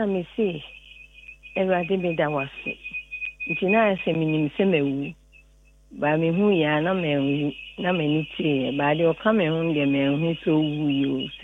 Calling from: Asafo, Ashanti, Ghana

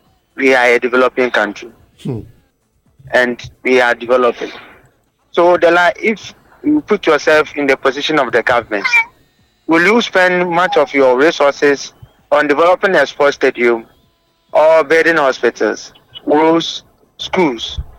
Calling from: Ghana; I'm calling from Anwojo.

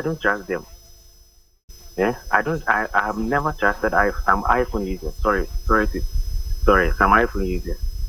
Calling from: Amasaman, Greater Accra, Ghana; I'm calling from Amaseman.

